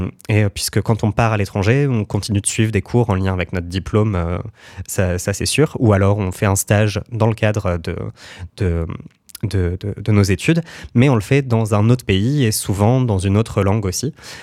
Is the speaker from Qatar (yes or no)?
no; France; chez nous en France